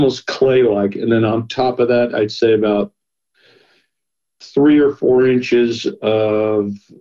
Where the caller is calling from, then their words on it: Moraga, California, United States; I'm calling from Moraga, California.